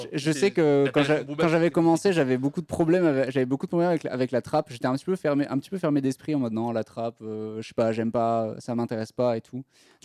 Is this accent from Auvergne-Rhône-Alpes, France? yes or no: no; Toulouse, Occitanie, France; born there; Je suis toulousain, je suis né à Toulouse. Je suis seul toulousain de ma famille.